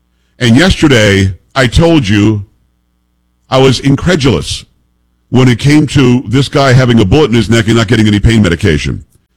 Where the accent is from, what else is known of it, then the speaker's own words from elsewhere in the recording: Florida, United States; I grew up in South Florida.